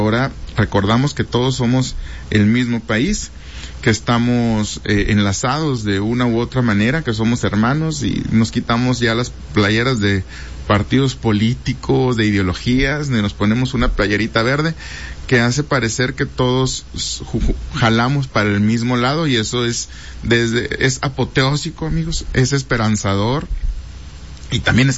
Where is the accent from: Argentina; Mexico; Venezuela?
Mexico; todos somos mexicanos